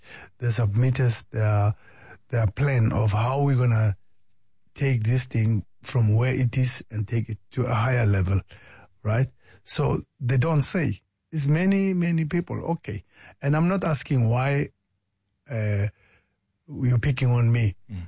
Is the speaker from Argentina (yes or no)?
no; South Africa; I'm South African